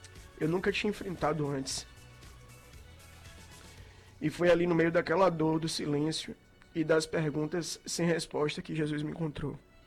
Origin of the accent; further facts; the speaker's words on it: Cruz das Almas, Bahia, Brazil; moved away as an adult; now in Salvador, Brazil; quando eu cheguei em Salvador, eu sou de Cruz das Almas, você já disse aí, e eu cheguei aqui em Salvador no ano de 2004 para estudar.